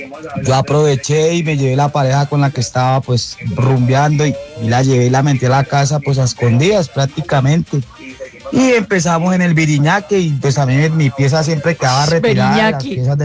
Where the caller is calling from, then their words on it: Bucaramanga, Santander, Colombia; saludita desde Bucaramanga